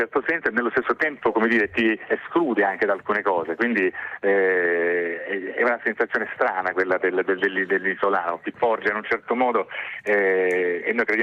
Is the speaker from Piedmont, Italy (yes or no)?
no; Sicily, Italy; now in Milan, Italy; io sono un siciliano che vive a Milano da tantissimi anni